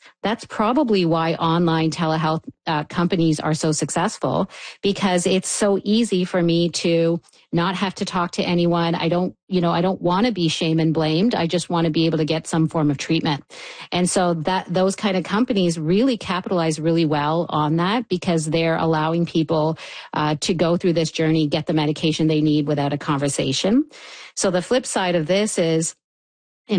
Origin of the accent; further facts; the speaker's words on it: Canada; I think as a Canadian population, we would be so much better off